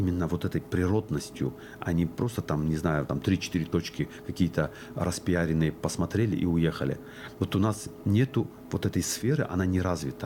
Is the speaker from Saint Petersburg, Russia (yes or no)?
no; Dagestan, Russia; я дагестанец